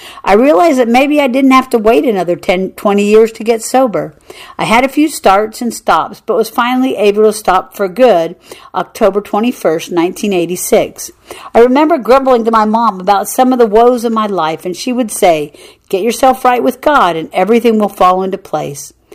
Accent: the Prairies, Canada; I was raised on the Canadian prairie

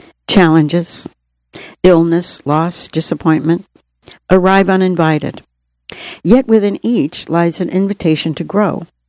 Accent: Namibia; Growing up in Namibia

